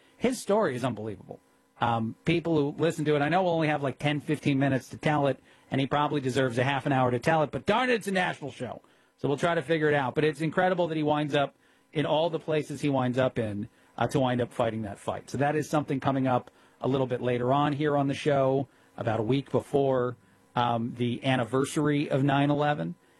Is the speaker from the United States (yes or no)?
yes; New Jersey, United States; born or raised there